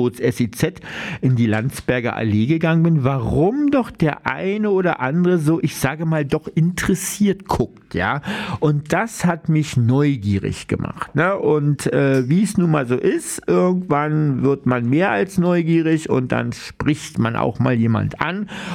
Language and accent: German; Berlin, Germany; da lebe ich jetzt hier in Ost-Berlin, ich bin ja Ossi